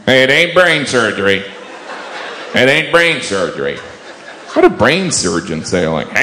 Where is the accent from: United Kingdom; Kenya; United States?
United Kingdom; accent: British; And don't be thrown by my British accent.